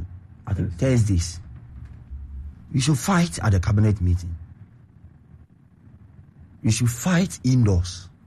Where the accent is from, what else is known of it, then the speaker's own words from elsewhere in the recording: Ghana; the president is making sure that he's putting all measures in place for you and I to be okay as a Ghanaian.